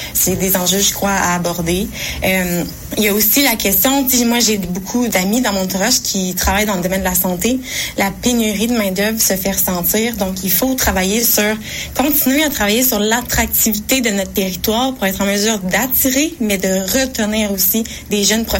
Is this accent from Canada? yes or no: yes; Rimouski, Quebec, Canada; Je suis native de Rimouski et j'ai toujours prêcher pour ma paroisse, même quand j'étais ailleurs dans le monde.